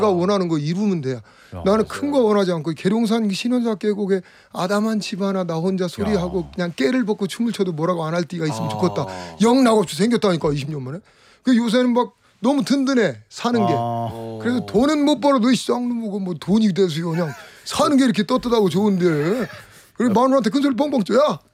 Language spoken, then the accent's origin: Korean; Chungcheong, South Korea; 고향이 어디요? 이러더라고. 네. 그래서 충청도요.